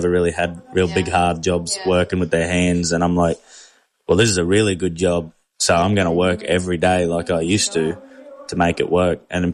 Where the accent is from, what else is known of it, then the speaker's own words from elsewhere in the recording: Queensland, Australia; I'm from where it gets real hot. I'm from, like, outback Queensland